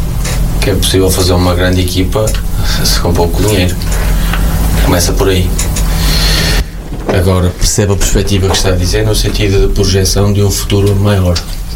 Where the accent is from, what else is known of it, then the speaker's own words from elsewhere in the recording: Minho, Portugal; Eu sou do Minho.